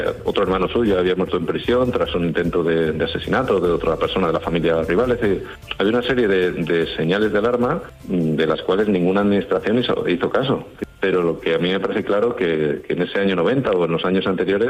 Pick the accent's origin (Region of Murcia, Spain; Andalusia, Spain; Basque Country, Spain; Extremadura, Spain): Extremadura, Spain; Soy extremeño, como tía, de la Sierra de Gata